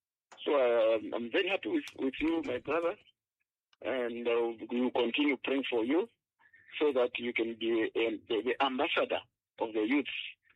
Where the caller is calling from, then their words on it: Zambia; I'm calling from Kalundu Market